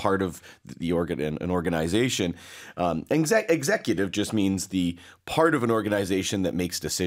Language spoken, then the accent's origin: English; Canada; moved away; as a Canadian